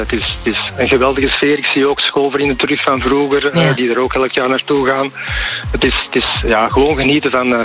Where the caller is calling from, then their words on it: Edegem, Flanders, Belgium; We komen van Edigem.